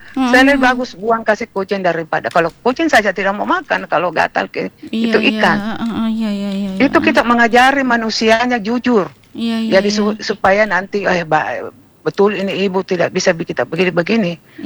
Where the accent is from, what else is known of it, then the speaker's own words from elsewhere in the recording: Makassar, South Sulawesi, Indonesia; kita orang Bugis Makassar yang mau baik, beda 500 ambil maki.